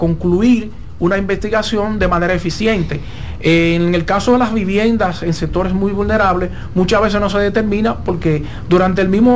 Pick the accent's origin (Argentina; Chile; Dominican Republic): Dominican Republic; nosotros como dominicanos